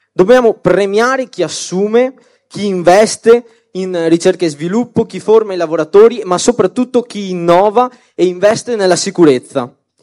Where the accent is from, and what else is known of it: Veneto, Italy